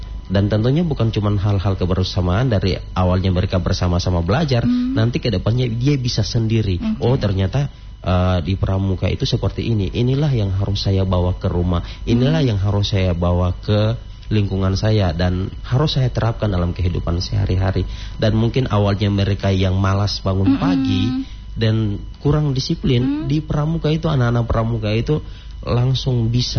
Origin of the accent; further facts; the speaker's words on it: Gorontalo, Indonesia; also born or lived in Kwandang; now in Tahuna, Indonesia; saya berasal dari Gorontalo juga, tepatnya di Desa Mulangga, Kecamatan Tolinggola, dan saya juga biasa aktif di Kuandang